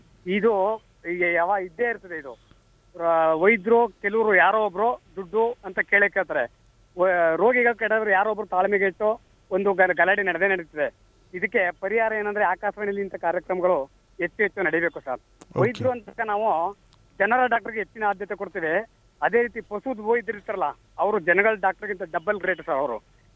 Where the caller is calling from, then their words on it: Nandigudi, Karnataka, India; ಮಾತಾಡ್ತಾ ಇದ್ದೀನಿ.